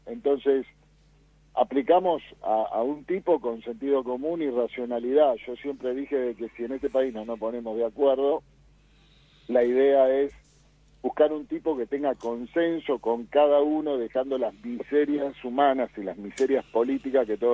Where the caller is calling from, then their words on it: Argentina; yo me considero argentino